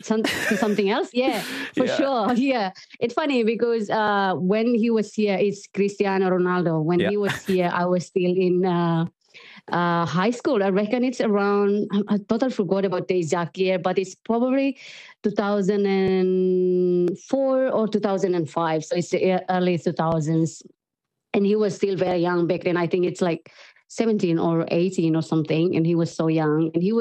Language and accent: English; India; I was in my hometown, like 5 hours drive from Delhi.